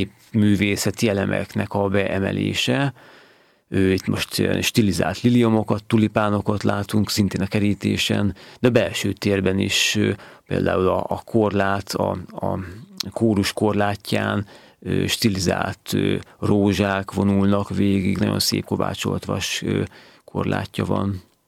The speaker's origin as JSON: {"language": "Hungarian", "town": "Hódmezővásárhely", "region": "Csongrád-Csanád", "country": "Hungary", "tie": "born or raised there", "moved": "yes", "said": "tulajdonképpen én Hódmezővásárhelyen születtem, és ott is éltem, életem első szakaszában"}